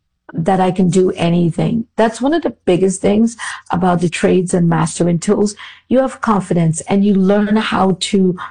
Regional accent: Trinidad & Tobago; now in New York City, United States; growing up in Trinidad and Tobago

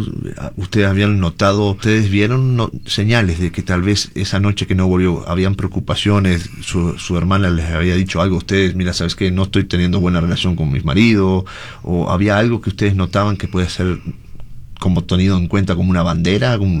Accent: Uruguay

